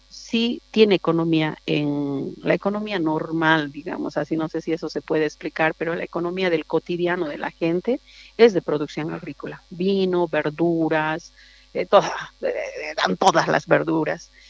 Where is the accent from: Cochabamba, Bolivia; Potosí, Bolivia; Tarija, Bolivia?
Tarija, Bolivia; Soy de Tarija